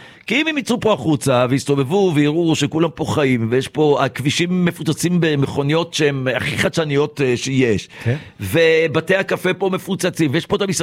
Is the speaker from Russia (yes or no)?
yes; Russia; אני רוסי מבטן ולידה